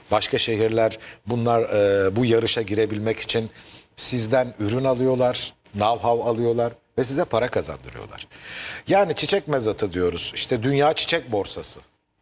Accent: Sakarya, Turkey; şimdi Sakarya benim şehrim

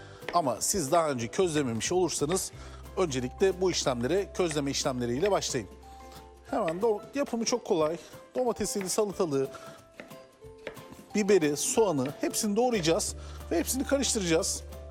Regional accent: Adana, Turkey; Bir Adanalı olarak bunu size temin edebilirim.

